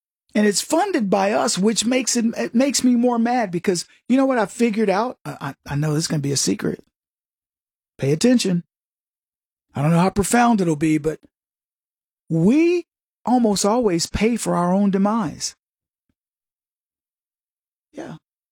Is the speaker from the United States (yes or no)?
yes; United States; As an American